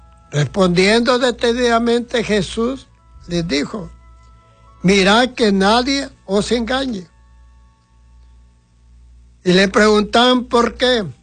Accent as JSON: {"language": "Spanish", "country": "Honduras", "said": "Todos somos hondureños. Todos somos hijos de Dios."}